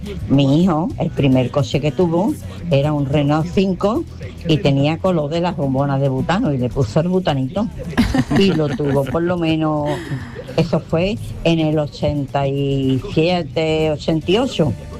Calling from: Alcalá, Spain; de Alcalá.

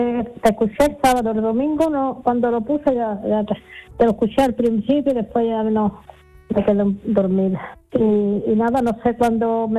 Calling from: Seville, Andalusia, Spain; Hola, … … de Sevilla.

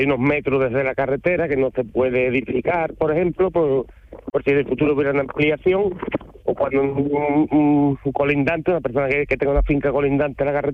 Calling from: Vejer de la Frontera, Andalusia, Spain; Soy un Vejer de la Frontera, un maravilloso pueblo aquí de la provincia de Cádiz.

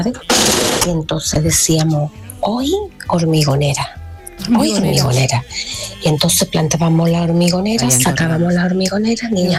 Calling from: Seville, Andalusia, Spain; de aquí de Sevilla.

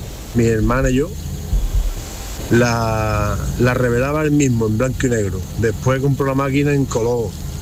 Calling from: Mairena del Alcor, Andalusia, Spain; de Arbizo del Alcor. Tengo 48 años.

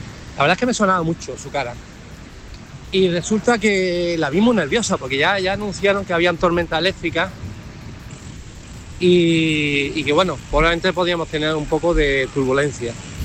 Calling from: Málaga, Andalusia, Spain; viviendo en Málaga.

